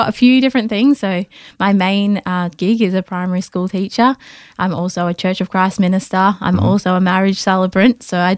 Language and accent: English; Ballarat, Victoria, Australia; now in Melbourne, Australia; Yeah, I'm from Ballarat and I moved to Melbourne when I was an adult for uni.